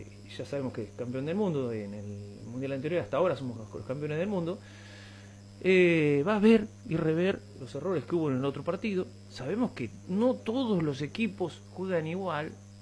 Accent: Argentina; Ahora somos todos argentinos

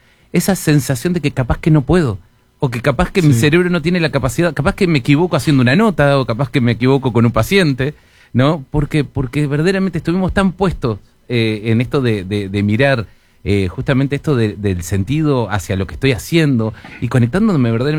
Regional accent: Montevideo, Uruguay; now in Maldonado, Uruguay; Igual yo que también soy migrante, ¿no? Porque vengo de Montevideo, nos vinimos en el 90 para acá, ya me siento más parte de acá.

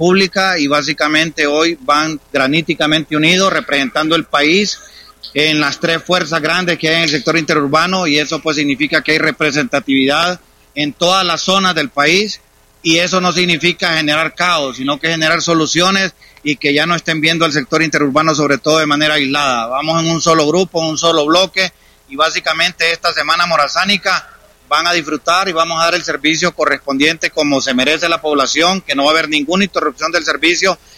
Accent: Honduras; porque al final de cuentas también somos hondureños

